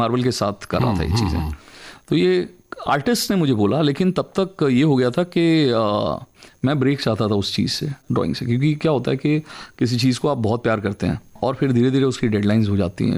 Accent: Attabira, Odisha, India; also born or lived in Bhilai; तब तक हम उड़ीसा शिफ्ट हो चुके थे भिलाई से, और ये बहुत छोटा सा गांव था, इसका नाम आताबिरा है, मतलब वहाँ आप … आताबिरा लिख के चिट्ठी डालिए मेरे घर आ जाती थी

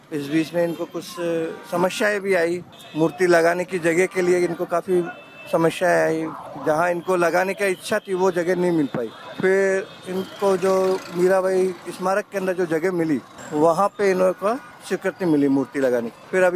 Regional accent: Jaipur, Rajasthan, India; मैं साहब जयपुर राजस्थान से।

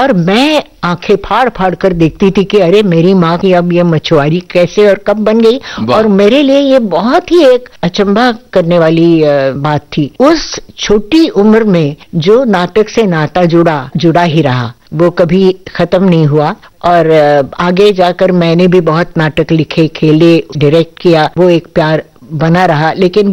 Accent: Pune, Maharashtra, India; also born or lived in Lucknow; हाँ पुणे आ गई और नाना के पास, मतलब अपने पिता के पास, मेरे नाना अप्पा हम कहते थे। और तब से मैं उनकी छत्र छाया में पली बड़ी

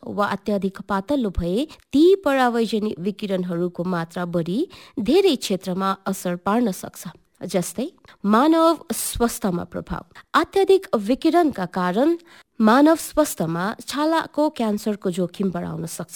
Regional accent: Darjeeling, West Bengal, India; मेरो गाउँ चाहिँ बेनेकबन च्या बगान लेबोङ दार्जिलिङमा पर्छ

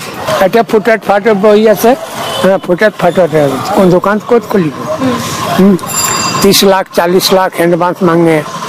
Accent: Samastipur, Bihar, India; now in Guwahati, India; Samastipur.

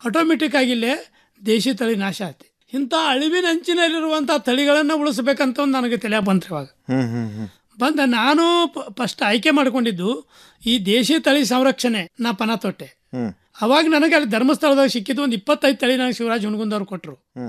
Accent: Gundenahatti, Karnataka, India; ನಾನು ಬೆಳಗಾವಿ ಜಿಲ್ಲೆ ಖಾನಾಪುರ ತಾಲೂಕಿನ ಗುಂಡೇನಟ್ಟಿ ಗ್ರಾಮ.

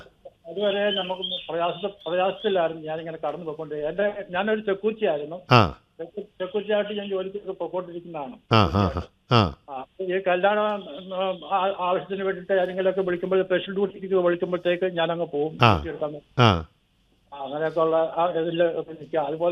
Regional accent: Kottayam, Kerala, India; moved away as an adult; now in Wandoor, India; എന്റെ സ്വന്തം നാട് കോട്ടയമാണ്. ഇവിടെ വന്ന് കല്യാണം കഴിച്ച് താമസിക്കുവാണ്. ഭാര്യയുടെ വീട് ഇവിടെ തന്നെയാണ്. അപ്പം ഞാൻ ഇവിടെ വന്നിട്ട് 10-18 കൊല്ലത്തോളമായി.

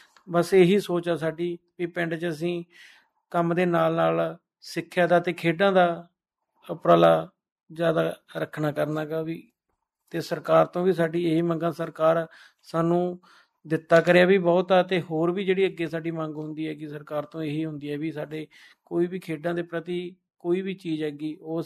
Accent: Bathinda, Punjab, India; ਮੇਰਾ ਪਿੰਡ ਪੂਲੀ ਭੁੱਚੋ ਤੋਂ ਭਗਤਾ ਰੋਡ ਜਾਂਦਾ, ਉਹਦੇ 'ਤੇ ਹੈਗਾ, ਅਤੇ ਅਸੀਂ ਬਠਿੰਡੇ ਤੋਂ 25 ਕਿਲੋਮੀਟਰ ਆ, ਅਤੇ ਭੁੱਚੋ ਮੰਡੀ ਤੋਂ 13 ਕਿਲੋਮੀਟਰ ਦੀ ਦੂਰੀ 'ਤੇ ਹੈਗਾ ਪਿੰਡ ਪੂਲੀ

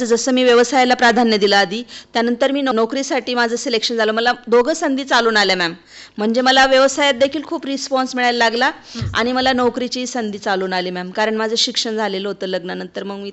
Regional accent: Tavkheda, Maharashtra, India; also born or lived in Varshi, Shindkheda taluka; माझं लहानपण आईच्या घरी, मामाच्या कडे.

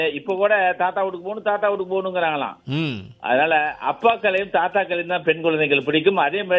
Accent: Tharamangalam, Tamil Nadu, India; moved away; எங்க ஊர்ல தாரமங்கலம் சேலம் மாவட்டத்தில் நான் அங்க இருந்தேன், எங்க சொந்த ஊரு.

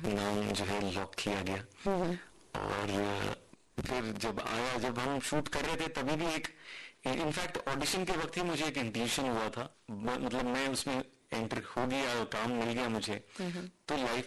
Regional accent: Mumbai, Maharashtra, India; तो मैं मुंबई में पला बड़ा हूँ, मराठी बोल लेता हूँ

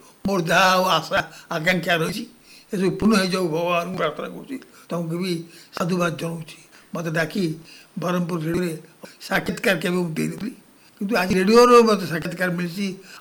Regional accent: Odisha, India; born there; ମୁଁ ସାର୍ ଆମ ଗଞ୍ଜାମର ଜନ୍ମ

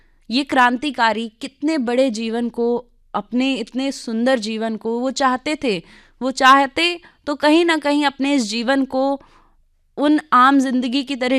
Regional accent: Prayagraj, Uttar Pradesh, India; हम प्रयाग की भूमि में जन्मे हैं

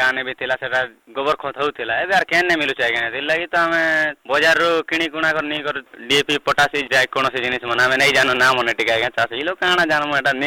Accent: Durduri, Odisha, India; ମୋର ଗାଁ ହେଲା ଦୁରଦୁରି ଆଜ୍ଞା। ମୋର ପଞ୍ଚାୟତ ହେଲା ଦ୍ୱାରସୁନି

